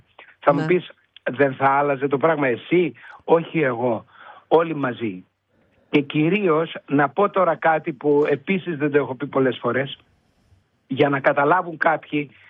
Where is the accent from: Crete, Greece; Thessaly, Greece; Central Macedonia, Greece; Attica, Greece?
Crete, Greece; Kissamos; born there; moved away